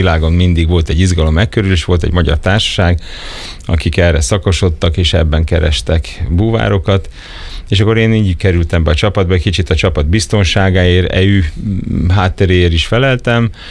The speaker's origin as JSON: {"language": "Hungarian", "country": "Hungary", "also_born_or_lived": "Cape Town, South Africa", "said": "barátaim, akikkel most is tartom a kapcsolatot, de azért a zöme azért az ide kötött. És hát én inkább magyar vagyok. Talán ez azért is szerencsésebb így, mert a nevem is egy magyar családi név"}